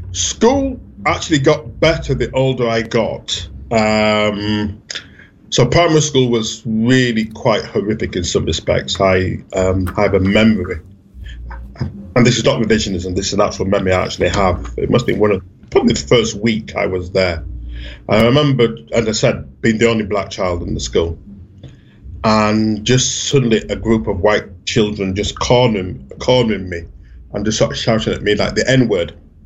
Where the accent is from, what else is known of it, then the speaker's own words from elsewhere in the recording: Bradford, Yorkshire and the Humber, United Kingdom; I was born and brought up in Bradford. Yeah, I mean, at that point, I probably never even left the city, let alone going anywhere near the Caribbean or Jamaica where my parents came from.